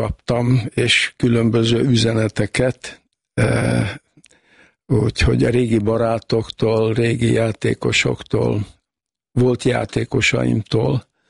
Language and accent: Hungarian; Alpár, Bács-Kiskun, Hungary; én 46-ba születtem. És hát ott Alpáron nagyon sokáig voltam a nagyszüleimnél, viszont tény, hogy a Tisza holtágába tettem meg az első tempókat.